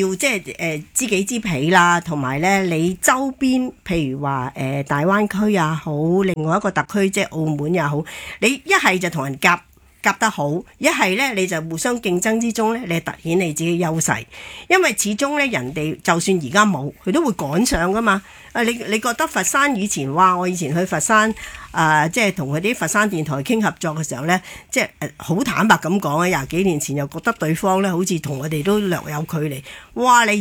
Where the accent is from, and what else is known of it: Hong Kong